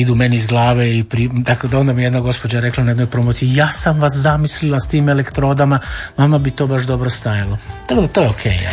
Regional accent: Rijeka, Primorje-Gorski Kotar County, Croatia; born there; rođen sam u Rijeci 1960.

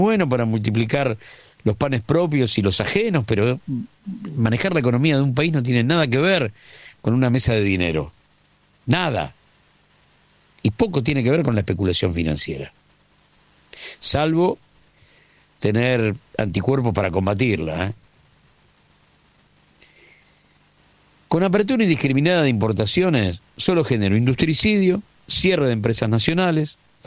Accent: Argentina

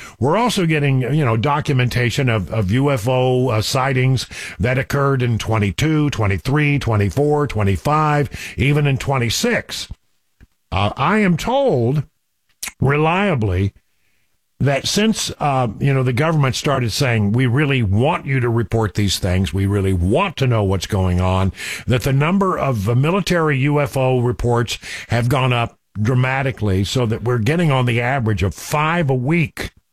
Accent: Odessa, Texas, United States; now in Nashville, United States; my old hometown of Odessa, Midland. I'm from Odessa

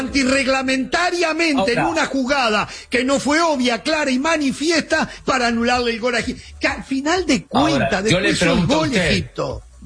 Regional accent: Uruguay; soy uruguayo, los argentinos lo tienen así, nosotros lo tenemos así.

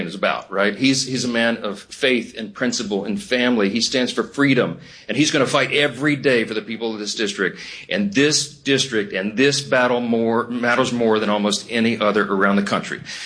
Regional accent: Louisiana, United States; When I grew up in Louisiana, I scarcely knew a Republican.

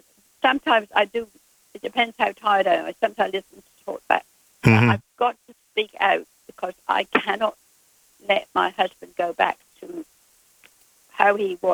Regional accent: Mells, South West England, United Kingdom; born there; moved away; I come from a very, very special place called Mel. I was born in Mells in Somerset.

